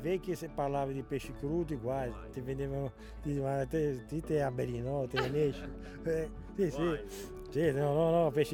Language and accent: Italian; Recco, Liguria, Italy; now in Camogli, Italy; Io andavo a pescare così, sempre da Recco, perché io sono di Recco. Però poi sono venuto qua a Camogli e dal 96 sono pescatore.